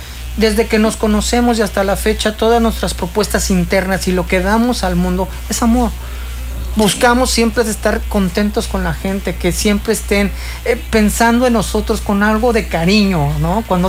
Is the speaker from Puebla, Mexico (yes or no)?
yes; Puebla, Mexico; moved away as an adult; now in Cancún, Mexico; Somos poblanos